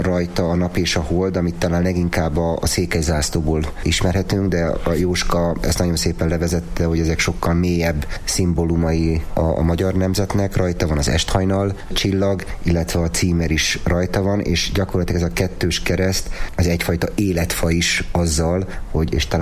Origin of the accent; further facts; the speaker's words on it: Budapest, Hungary; jó magam, a feleségemmel, a családom, hogy a budapestiek vagyunk. 10 éve kezdtünk itt vállalkozásba, Badacsonyba, panzió és borászat. Mondanám azt, hogy ilyen második otthonunk lett Badacsony.